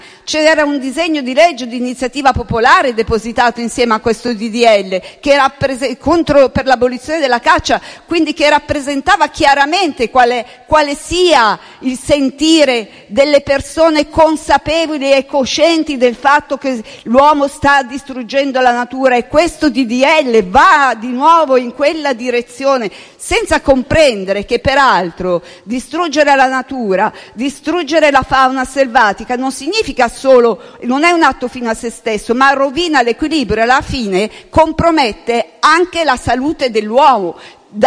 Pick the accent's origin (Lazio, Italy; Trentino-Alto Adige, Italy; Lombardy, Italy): Lombardy, Italy; Io sono lombarda